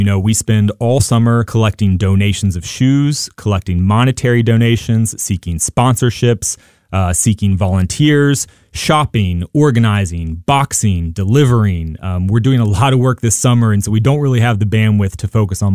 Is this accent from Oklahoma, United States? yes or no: no; West Virginia, United States; We're all from West Virginia. Most are from Charleston specifically.